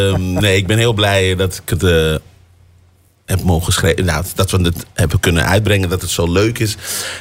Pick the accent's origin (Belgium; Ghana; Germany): Ghana; now in Netherlands; Ik ben oorspronkelijk uit Ghana.